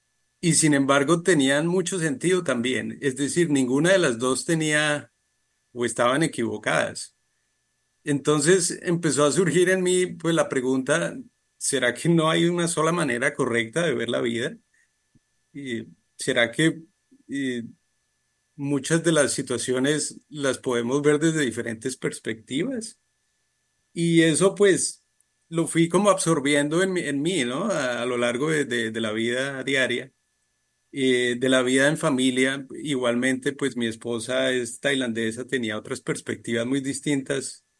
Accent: Colombia; Yo pues nací en Colombia y crecí allí pues toda la vida hasta la universidad y...

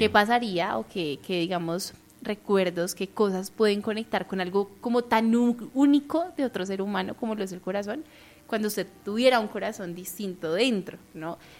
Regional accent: Colombia

